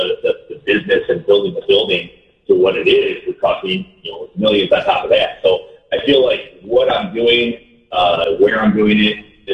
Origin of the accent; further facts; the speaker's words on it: Elgin, Illinois, United States; now in Las Vegas, United States; I'm from Elgin, Illinois, originally.